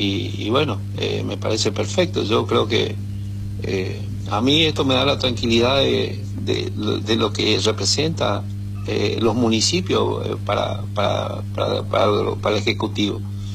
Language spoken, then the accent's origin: Spanish; Misiones, Argentina; Yo simplemente pienso en lo que es Misiones, en lo que es mi pueblo, y nada más.